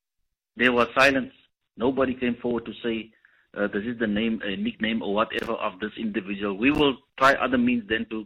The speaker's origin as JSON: {"language": "English", "town": "Kleinvlei", "region": "Western Cape", "country": "South Africa", "tie": "born or raised there", "said": "because gangsterism is coming on since I grew up in Claimflay."}